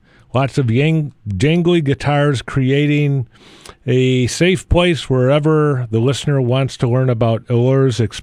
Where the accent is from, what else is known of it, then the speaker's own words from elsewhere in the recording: Rockford, Illinois, United States; Rockford, Illinois, my hometown